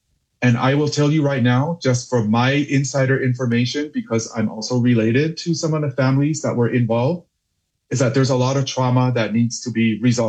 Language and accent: English; Tonga; moved away; the way we grew up in Tonga